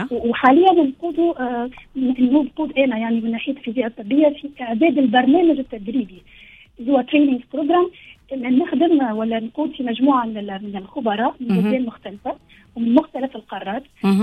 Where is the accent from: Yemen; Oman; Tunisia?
Tunisia; now in Vienna, Austria; احنا عندنا في تونس